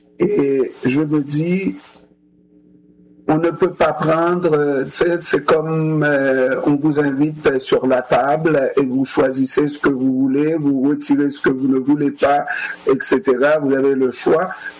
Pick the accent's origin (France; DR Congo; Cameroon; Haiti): Haiti; lorsque je suis haïtien